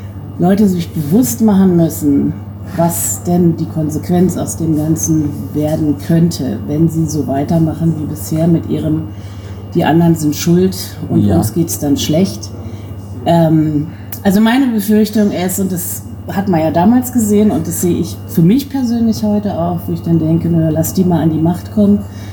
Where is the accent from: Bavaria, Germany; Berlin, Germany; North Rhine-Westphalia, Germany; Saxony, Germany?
Berlin, Germany; moved away; ich komme ursprünglich aus Berlin